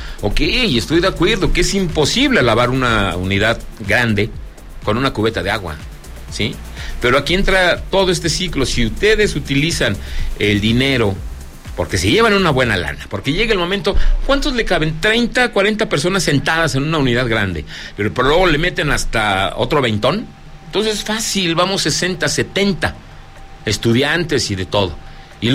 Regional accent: Zacatecas, Mexico; usted está en mi tierra, Zacatecas.

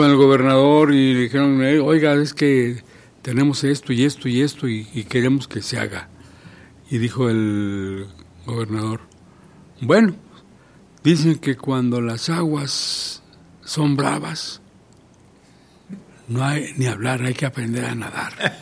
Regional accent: Fresnillo, Zacatecas, Mexico; nos duele a los que somos de Fresnillo, que ya cerraron nuestra Cruz Roja

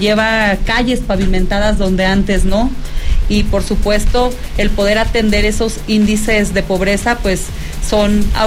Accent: Fresnillo, Zacatecas, Mexico; Bueno, pues yo soy una mujer zacatecana, fresnillense. Tengo 36 años de edad. Tengo dos licenciaturas, una en educación secundaria con especialidad en historia. Estudié aquí en el CAM, en el Centro de Actualización del Magisterio en Zacatecas.

